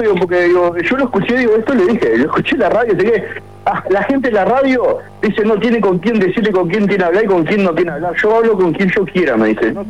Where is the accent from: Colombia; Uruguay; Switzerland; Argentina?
Uruguay; Maldonado; Sabes que yo soy oriundo de Maldonado, viví toda la vida acá, nacido y criado, no tengo mi casa propia, toda mi vida alquilé